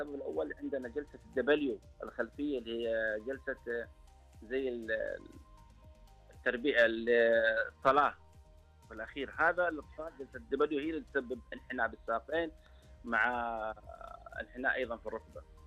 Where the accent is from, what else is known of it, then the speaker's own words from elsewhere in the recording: Saudi Arabia; عندنا في السعودية